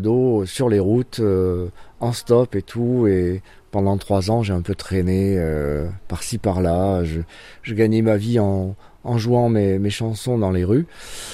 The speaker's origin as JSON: {"language": "French", "town": "Fontvieille", "region": "Provence-Alpes-Côte d'Azur", "country": "France", "tie": "born or raised there", "also_born_or_lived": "Arles", "said": "Alors moi, je suis né à Arles. J'ai grandi à 10 km d'Arles, dans un petit village, le village d'Alphonse Daudet, en face de la rue de la chèvre de Monsieur Seguin. C'était Fontvieille, en fait."}